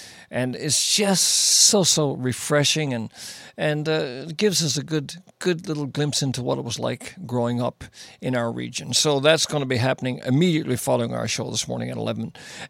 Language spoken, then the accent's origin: English; Woody Point, Newfoundland and Labrador, Canada; it's so gorgeous, my hometown, Woody Point.